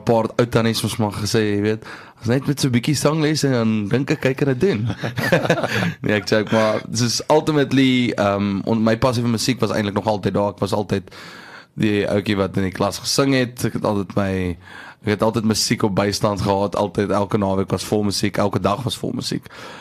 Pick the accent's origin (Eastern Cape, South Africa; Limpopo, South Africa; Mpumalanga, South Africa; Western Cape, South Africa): Mpumalanga, South Africa; Secunda; ek kom van Sekunda af en ek het my hele leven lang eindelijk al, het ek daar so geblei.